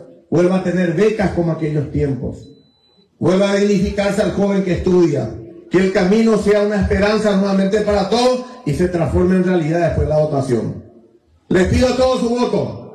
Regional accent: Carapeguá, Paraguarí, Paraguay; Hemos perdido nuestra identidad como carapegüeños

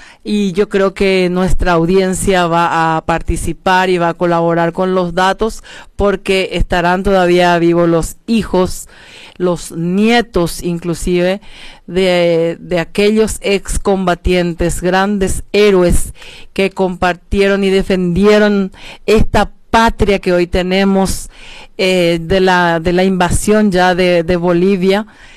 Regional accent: Carapeguá, Paraguarí, Paraguay; Soy paraguayo, soy carapegüeña en este caso

